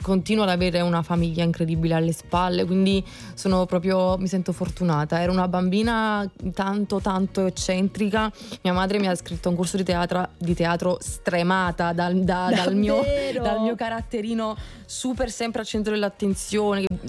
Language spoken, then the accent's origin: Italian; Naples, Campania, Italy; also born or lived in Bologna; sono solo nata là, a 2 anni e mezzo ero già a Napoli, i miei genitori sono napoletani, non i napoletani, ho solo Napoli nel mio sangue